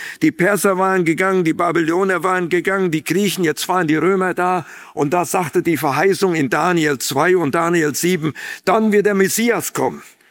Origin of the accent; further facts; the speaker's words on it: North Rhine-Westphalia, Germany; weil ich bin im Siegerland in einem sehr unbedeutenden kleinen Ort groß geworden, in der Gemeinschaftsbewegung